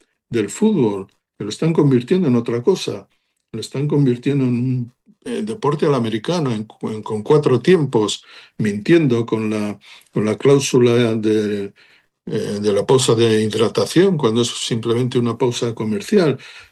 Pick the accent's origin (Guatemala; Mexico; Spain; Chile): Spain; quiero que gane España. Además hay, no solamente porque es mi país